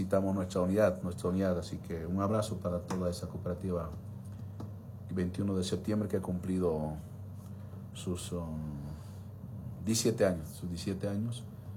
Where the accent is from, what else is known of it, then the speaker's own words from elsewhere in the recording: Bolivia; Aparte de ser gobernador, como boliviano, no es concebible, definitivamente no es concebible este tipo de programas o proyectos que está aplicando